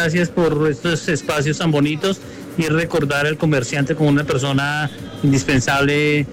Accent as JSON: {"language": "Spanish", "town": "Ramiriquí", "region": "Boyacá", "country": "Colombia", "tie": "born or raised there", "moved": "as an adult", "said": "y más que yo soy de acá, entonces me gustó hacerlo de esta manera, y más como al lado del barrio donde siempre, pues, donde nací, ¿no?"}